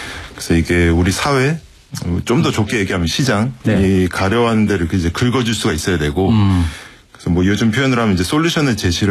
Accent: Japan; 제가 어렸을 때 일본에서 자랐는데요.

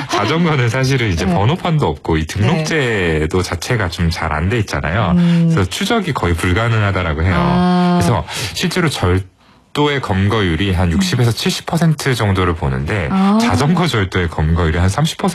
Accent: South Korea

